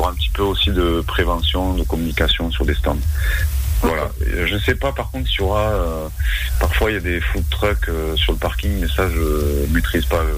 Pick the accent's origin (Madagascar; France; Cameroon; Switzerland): France; Toulouse, Occitanie; on vient de Toulouse